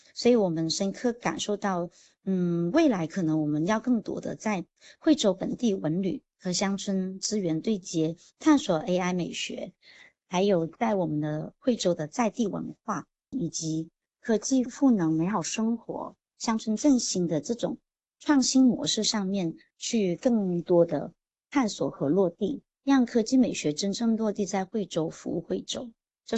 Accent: Hong Kong; moved away as an adult; now in Huizhou, China; 我觉得是非常适合我们港人双向通勤和发展的。

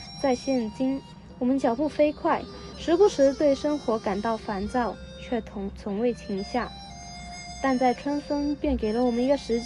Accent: Hong Kong; Chinese is a second language; 我是来自香港蓝田圣保禄中学中三级的

